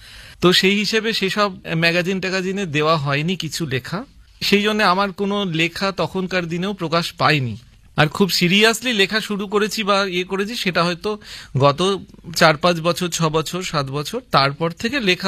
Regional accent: Chinsurah, West Bengal, India; আমি অ্যাকচুয়ালি জন্মেছি চুঁচুড়ায়। চুঁচুড়া ছাড়ার কথা কোনোদিন এখনো অবধি ভাবতেই পারিনি।

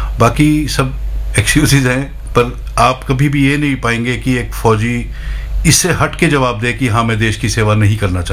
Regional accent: Rohtak, Haryana, India; मैं रोहतक का रहने वाला हूँ

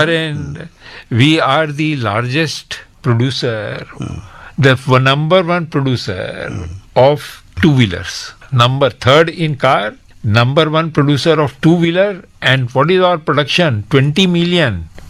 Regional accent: India; born there; আমি ভারতবর্ষে জন্ম নিলাম, আমার জন্ম পাকিস্তানে হয়নি, আমার জন্ম বাংলাদেশে হয়নি, আর তারপরে যদি আমাকে পার্টিশনের পরে বাংলাদেশেও যেতে হলো না, পার্টিশনের পরে পাকিস্তানে যেতে হলো না।

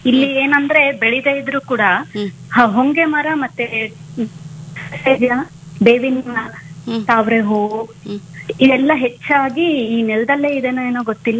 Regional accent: Davanagere, Karnataka, India; born there

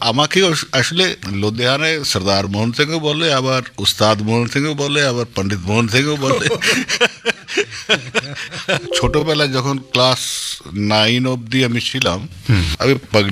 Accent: Latala, Punjab, India; moved away; District Ludhiana, লতালা। লতালাতে লায়লপুরের একটা high school shift করে আমাদের গ্রামে এসেছিল।

